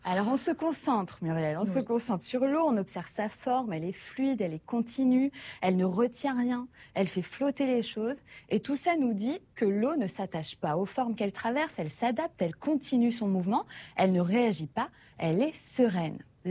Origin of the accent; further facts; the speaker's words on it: Réunion, France; c'est un peu une culture chez nous en Outre-mer. Moi, je n'ai pas de souvenir de faire des longs trajets sans m'arrêter 4 ou 5 fois pour voir plein de vues.